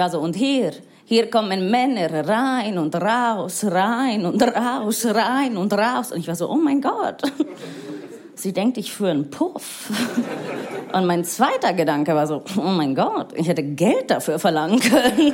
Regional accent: Rome, Lazio, Italy; German is a second language; now in Germany; Cool, ja, Finn hat's gesagt, ich bin in Rom aufgewachsen, ich bin Italienerin und ich weiß, ihr seid gerade alle unfassbar stolz auf mein Deutsch.

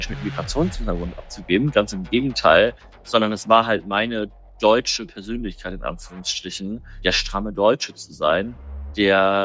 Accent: Germany; Und dann war für mich die Frage, ja, okay, also ich bin Deutscher und was heißt das jetzt?

